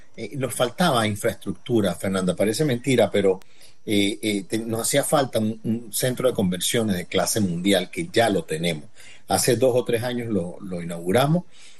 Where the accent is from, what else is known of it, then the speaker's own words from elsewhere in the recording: Panama; Somos los únicos centroamericanos